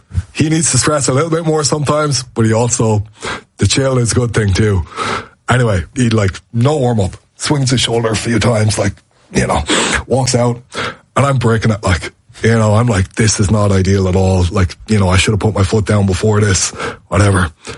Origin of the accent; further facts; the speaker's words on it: Ireland; because I'm an Irish guy and it was in Germany and it was an Irish guy fighting a Slovakian.